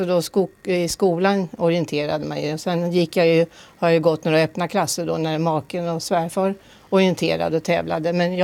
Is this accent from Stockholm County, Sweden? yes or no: yes; Södertälje, Stockholm County, Sweden; moved away; Och jag är uppvuxen i Södertälje, men det är 60 år sedan jag bodde där.